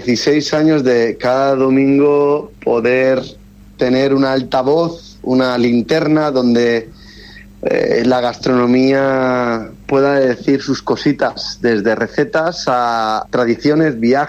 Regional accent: Balearic Islands, Spain; Pero como buen mallorquín que soy o buen mediterráneo, tengo uno que es infalible.

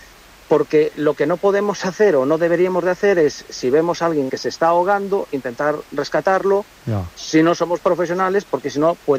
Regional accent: Galicia, Spain; mira, yo soy de Galicia, estamos teniendo temperaturas en Galicia que son, una barbaridad en comparación con la fecha y con otros años.

